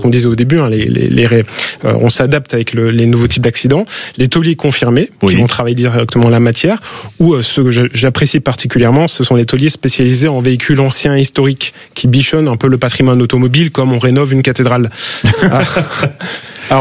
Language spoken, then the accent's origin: French; Grand Est, France; Moi, je suis Alsacien, je suis très fier de cette région-là. Je sais qu'on a d'excellentes écoles là-bas.